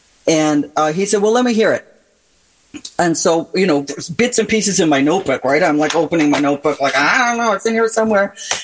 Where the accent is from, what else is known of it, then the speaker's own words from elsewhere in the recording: Canada; we were just like, "Hook, we're from Canada, howdy everybody,"